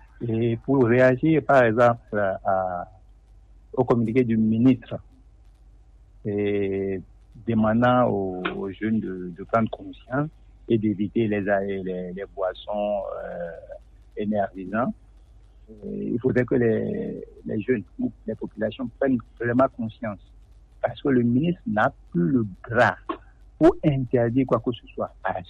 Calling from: Maritime, Togo; depuis Adidou.

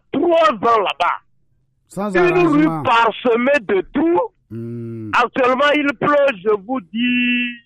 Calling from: Maritime, Togo; je suis à Gouin.

